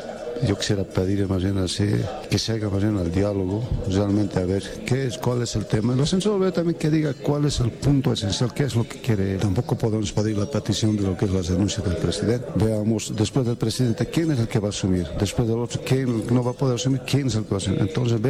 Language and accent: Spanish; Bolivia; hay que ponerse a pensar también que todos somos bolivianos, de todos los sectores, ¿no es cierto?